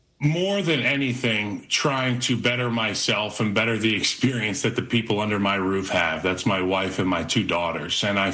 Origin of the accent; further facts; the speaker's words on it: Charlottesville, Virginia, United States; I grew up in Charlottesville, a massive fan of Mr. Canty.